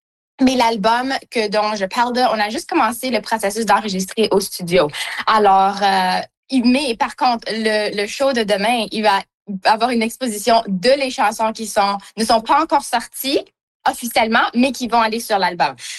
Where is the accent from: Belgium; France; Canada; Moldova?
Canada; Manitoba; Puis moi, j'ai des racines, comme je suis franco-manitobaine, alors j'ai aussi de la musique traditionnelle qui me coule dans le sang.